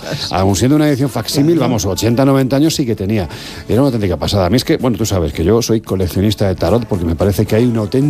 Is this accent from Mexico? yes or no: no; Andalusia, Spain; y yo soy andaluz, no soy exagerado, de verdad, para flipar.